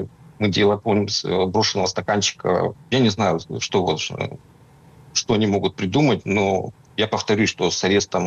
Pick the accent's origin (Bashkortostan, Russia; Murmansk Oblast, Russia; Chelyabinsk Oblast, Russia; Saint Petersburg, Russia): Murmansk Oblast, Russia